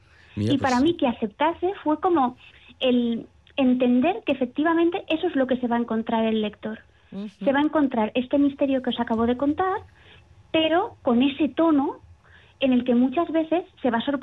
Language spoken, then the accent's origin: Spanish; Valencian Community, Spain; yo también soy valenciana.